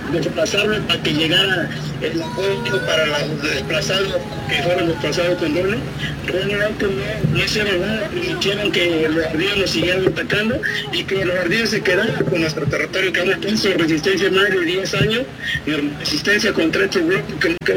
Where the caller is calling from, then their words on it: Alcozacán, Guerrero, Mexico; Como pueblo de la montaña de Alcozancán, que son aquí donde viene esperando la montaña baja